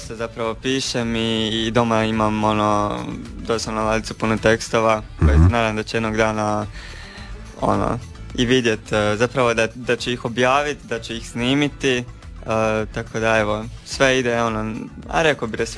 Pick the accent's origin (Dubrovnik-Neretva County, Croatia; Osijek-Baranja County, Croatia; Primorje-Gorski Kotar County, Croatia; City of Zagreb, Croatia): Dubrovnik-Neretva County, Croatia; Dubrovnik; Imam 19 godina, dolazim iz Dubrovnika, skoro sam rekao 20 jer punim skoro 20.